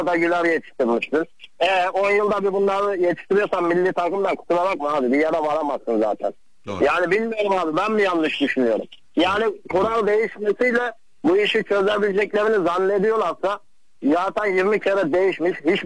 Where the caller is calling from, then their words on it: Istanbul, Turkey; İstanbul'dan